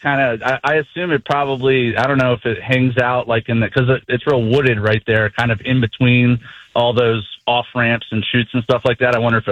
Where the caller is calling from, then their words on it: Westminster, Maryland, United States; I'm from Westminster, but I'm a landscaper down in D.C.